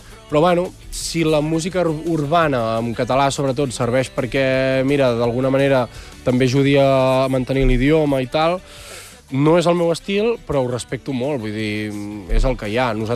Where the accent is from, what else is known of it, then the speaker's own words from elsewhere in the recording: Navàs, Catalonia, Spain; Soc de Navàs, que és al costat de... Bueno, està al costat de Sant Padó també i de Manresa, està per allà a la zona. Clar, jo he viscut molt les festes majors de poble